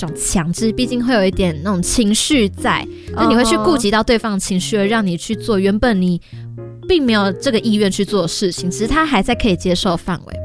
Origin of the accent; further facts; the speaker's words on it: Taichung, Taiwan; moved away as an adult; now in northern Taiwan; 我们是台中人，隔了一段距离